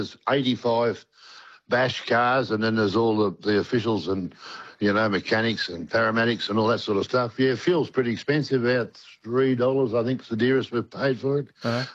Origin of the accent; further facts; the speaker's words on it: Benjaroop, Victoria, Australia; I come from a place called Benjaroop